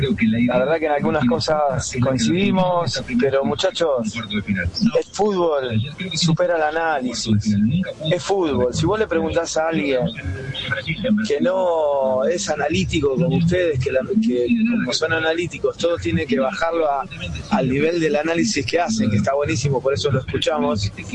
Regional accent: Argentina; Somos Argentina, tenemos a Messi.

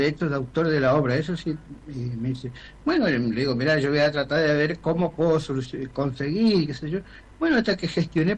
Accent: Las Breñas, Chaco, Argentina; moved away as an adult; now in Presidencia Roque Sáenz Peña, Argentina; Yo soy, soy de las Breñas en realidad, sí, pero hace 20 años que me vine a Sáenz Peña, sí, y ya hoy soy sáenzpeñense. Hasta ya, hace poco tenía domicilio todavía en las Breñas, sí, pero ahora ya soy sáenzpeñense.

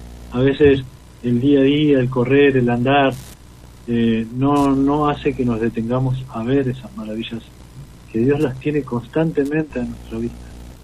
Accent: San Isidro, Buenos Aires Province, Argentina; Nosotros somos de San Isidro, ¿no? Zona norte de Gran Buenos Aires.

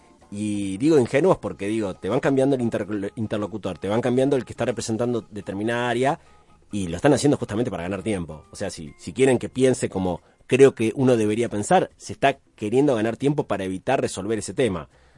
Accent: Santa Fe, Argentina

